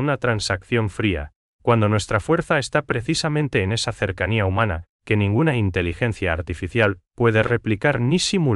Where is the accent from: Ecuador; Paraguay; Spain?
Paraguay